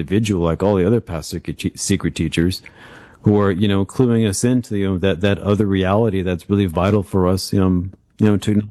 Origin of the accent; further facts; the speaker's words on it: Miami, Florida, United States; I grew up in Miami, Florida, and when I was 13 years old, I read No One Here Gets Out Alive